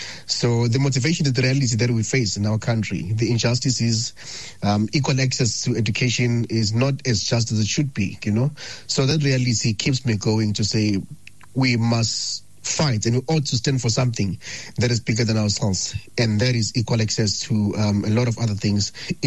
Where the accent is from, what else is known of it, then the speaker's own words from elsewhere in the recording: Ladysmith, KwaZulu-Natal, South Africa; I grew up in Ladysmith, attending in township and rural schools, where resources were very, very limited, you know.